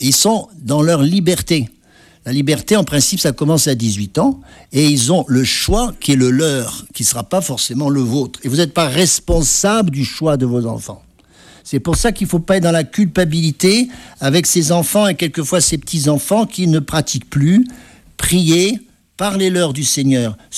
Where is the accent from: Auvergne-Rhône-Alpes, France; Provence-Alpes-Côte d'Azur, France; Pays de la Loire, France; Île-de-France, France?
Auvergne-Rhône-Alpes, France; la potée de machin, parce qu'on est originaire de l'Auvergne, alors ça c'est sacré dans notre famille, et puis ça se passe de mère en fille, les recettes et tout ça